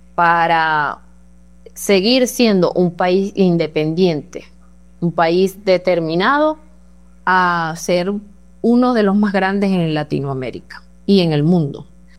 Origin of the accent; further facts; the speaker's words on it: Venezuela; Como mujer venezolana me siento muy orgullosa de pertenecer al Cuerpo de Policía Nacional Bolivariana.